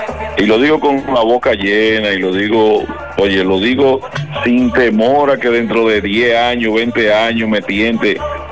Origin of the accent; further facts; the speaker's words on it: Fantino, Sánchez Ramírez, Dominican Republic; Un fuerte abrazo para toda la gente de mi pueblo.